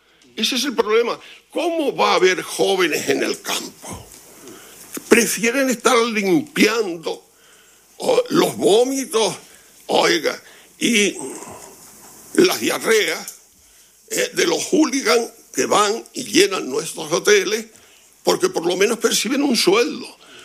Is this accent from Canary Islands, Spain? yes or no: yes; La Palma, Canary Islands, Spain; born there; now in Santa Cruz de La Palma, Spain; La zona donde yo vivo, donde vivo en Santa Cruz, pero donde me crié y donde temporalmente vivo